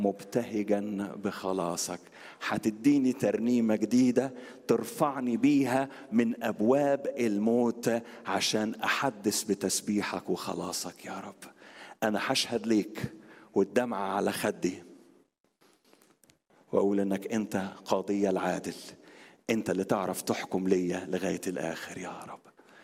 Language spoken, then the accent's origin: Arabic; Alexandria, Alexandria Governorate, Egypt; عندنا في اسكندرية في سيدي بشر